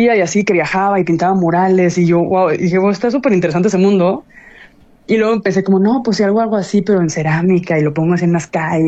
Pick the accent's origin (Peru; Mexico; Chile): Mexico; also born or lived in Madrid, Spain / Gdansk, Poland; now in Querétaro, Mexico; para mí como mexicana